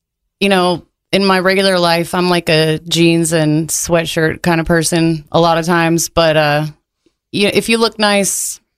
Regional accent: Colorado, United States; I mean, I'm from Colorado

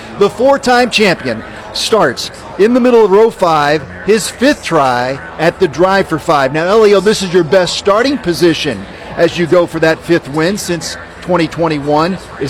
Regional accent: Indianapolis, Indiana, United States; A pleasure and honor to be part of the call for the greatest race in the world right here in my hometown.

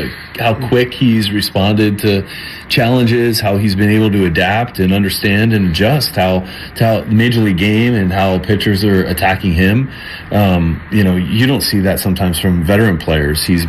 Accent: Mount Lebanon, Pennsylvania, United States; being a kid here growing up in Mount Lebanon

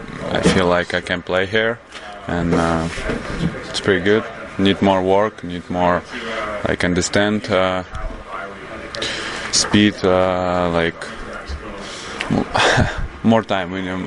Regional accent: Zhlobin, Gomel Region, Belarus; English is a second language; I born here in Zloben. When I was a kid, thinking my dream is playing for Metallurg Zloben

